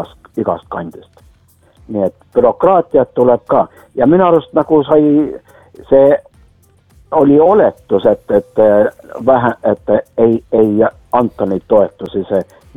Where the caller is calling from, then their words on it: Tallinn, Harju County, Estonia; Tallinnast.